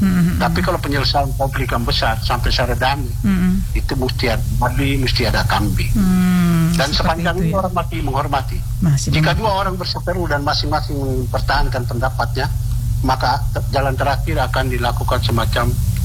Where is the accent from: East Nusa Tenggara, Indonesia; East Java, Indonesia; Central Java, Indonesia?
East Nusa Tenggara, Indonesia; Lembata; bagi kami orang Lembata, yang setiap tahun kami rutin melaksanakan budaya pesta kacang atau misalnya penangkapan ikan paus atau nale